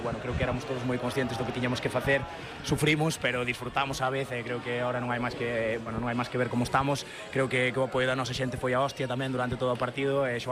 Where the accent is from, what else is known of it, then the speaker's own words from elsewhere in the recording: Galicia, Spain; Eu son un galego de pura cepa, a casa tírame moito